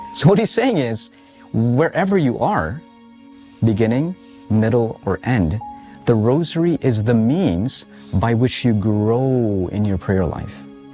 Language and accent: English; Canada; Filipino, so I'm cradle Catholic, but I grew up in Canada.